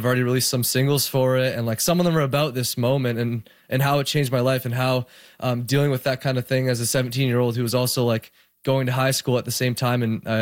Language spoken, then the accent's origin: English; Toronto, Ontario, Canada; heading towards the Niagara area where I'm from Toronto.